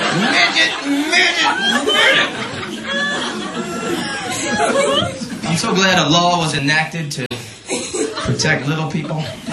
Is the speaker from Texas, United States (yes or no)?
no; Orlando, Florida, United States; I'm from Orlando, Florida.